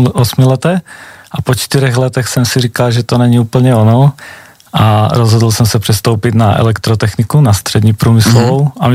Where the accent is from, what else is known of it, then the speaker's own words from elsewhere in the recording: Slovakia; Czech is a second language; now in Czech Republic; jsem teda Slovák